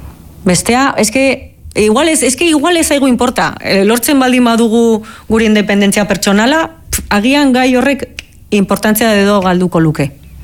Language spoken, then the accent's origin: Basque; Navarre, Spain; Basque is a second language; Eta pues, Nafarroan pues, hori, ba, ni bezala, oza, ni euskaldun berria naiz.